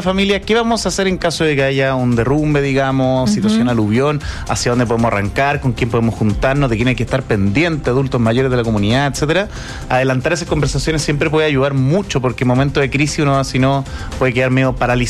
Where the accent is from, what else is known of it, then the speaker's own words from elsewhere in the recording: Concepción, Biobío, Chile; Bueno, sobre la lluvia también soy de Conce.